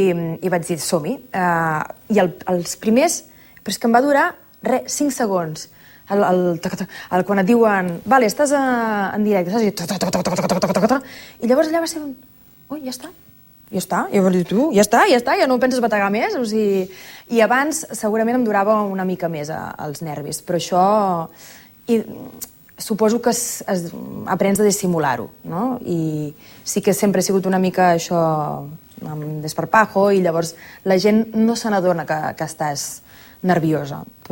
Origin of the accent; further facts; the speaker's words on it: Sabadell, Catalonia, Spain; jo era del poble, era de Sabadell